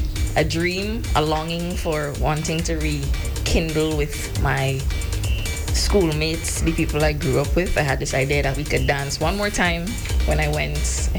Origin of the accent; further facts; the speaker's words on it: Grenada; I grew up here in Grenada